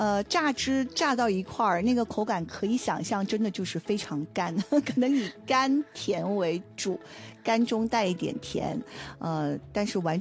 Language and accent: Chinese; Taishan, Guangdong, China; 像我的家乡台山的汤圆就是咸的